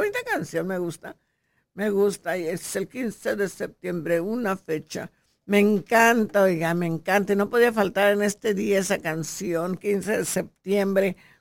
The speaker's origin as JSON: {"language": "Spanish", "country": "Mexico", "said": "canciones nuestras que nos representen como mexicanos."}